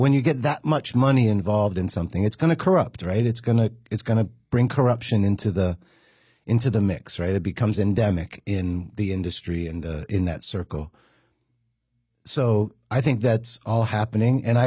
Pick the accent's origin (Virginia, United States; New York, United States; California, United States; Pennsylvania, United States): Pennsylvania, United States; I grew up in Central PA, and my had deep roots at Penn State.